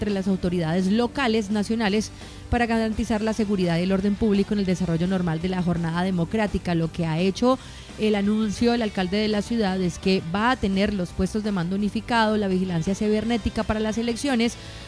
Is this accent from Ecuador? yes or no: no; Colombia; nos corresponde como colombianos